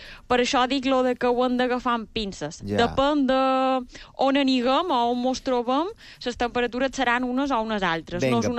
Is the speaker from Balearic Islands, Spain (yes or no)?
yes; Puigpunyent, Balearic Islands, Spain